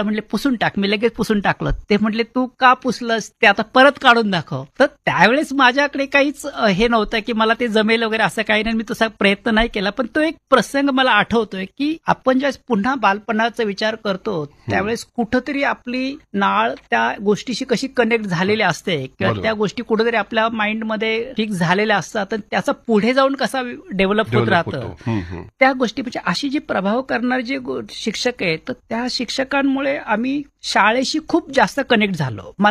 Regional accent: Maharashtra, India; आदिवासी भाग आहे सर्व जो, तर हे असे आदिवासी जे वेगवेगळी छोटी छोटी गावं आहेत त्या गावांमध्ये तिथे माझं जन्म झाला आणि प्राथमिक शिक्षण सुद्धा माझं गावामध्येच झालं.

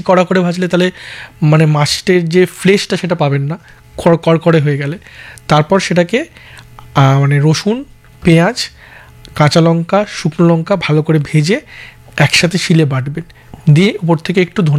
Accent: West Bengal, India; আমি তো বাঙাল নই, আমি পুরো মানে ঘটি

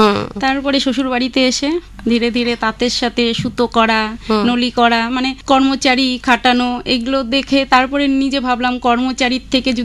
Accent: Habibpur, West Bengal, India; moved away as an adult; now in Phulia, India; ফুলিয়াতে নয়, আমার হবিবপুরে জন্ম, তাঁতি বাড়িতেই জন্ম।

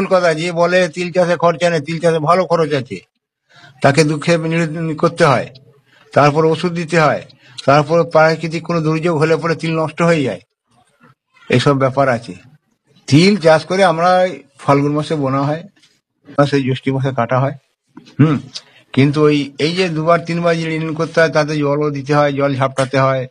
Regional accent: West Bengal, India; আমার বাড়ি হচ্ছে খামারপাড়া, আমি পোলবাদপুর ব্লকের বাসিন্দার, আমনান গ্রাম পঞ্চায়েতের।

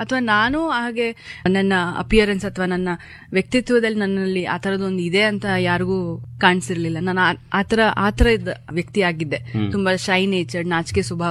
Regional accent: Mysore, Karnataka, India; ನಾವು ಮೈಸೂರಲ್ಲೇ ಓದಿದ್ದು ಬೆಳೆದಿದ್ದೆಲ್ಲ. ನಿರ್ಮಲಾ ಕಾನ್ವೆಂಟಲ್ಲಿ ನಾನು ನನ್ನ ಹೈಸ್ಕೂಲು ಮತ್ತೆ ಪ್ರೈಮರಿ ಎಲ್ಲ ಮುಗಿಸಿದೆ.

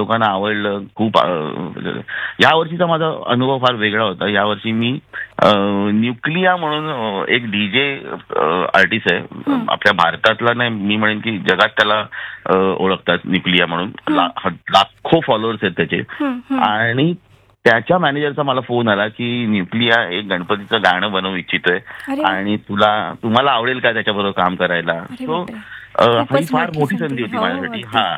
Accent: Mumbai, Maharashtra, India; moved away as an adult; now in Kurla, Mumbai, India; म्हणजे मी लालबागचा आहे. मी गेली 10-15 वर्ष लालबाग मध्ये होतो. आता ह्या वर्षी मला केवळ म्हणजे काय म्हणतात ना की घर बदललं म्हणून मी कुर्ल्यात नेहरू नगरला आलोय पण मनाने मी अजूनही लालबाग मध्येच आहे असतो.

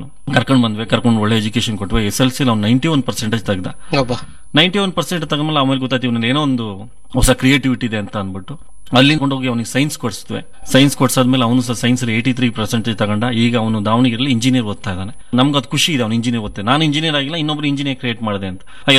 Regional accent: Kargal, Karnataka, India; born there; also born or lived in Gersoppa / Sagar / Davanagere / Bengaluru; ಆಮೇಲೆ 9th-10th ಕಾರ್ಗಲ್ ಅನ್ನೋ ಸ್ಥಳದ ಜೋಗ ಕಾರ್ಗಲಲ್ಲಿ ಮಾಡಿದ್ವಿ. ಆಮೇಲೆ P U C first year ಮತ್ತು ಸೆಕೆಂಡ್ ಇಯರ್ನ ಜೋಗದಲ್ಲಿ ಆರ್ಟ್ಸ್ ಸಬ್ಜೆಕ್ಟ್ ತಗೊಂಡ್ಬಿಟ್ಟು ನಾನು ಜೋಗದಲ್ಲಿ ಓದ್ದೆ.

